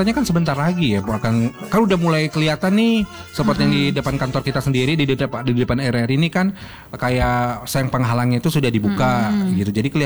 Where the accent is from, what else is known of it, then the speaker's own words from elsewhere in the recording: Medan, North Sumatra, Indonesia; saya juga warga Medan Sunggal juga